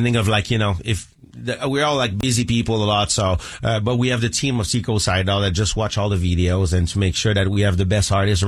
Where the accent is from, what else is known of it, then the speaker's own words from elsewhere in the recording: Quebec, Canada; English is a second language; also born or lived in Australia; in Quebec, actually, in my hometown